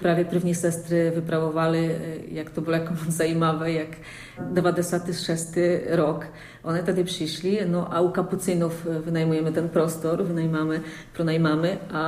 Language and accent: Czech; Poland; Czech is a second language; now in Czech Republic; A tím, že je také už méně povolání, tak jsme všichni z Polska.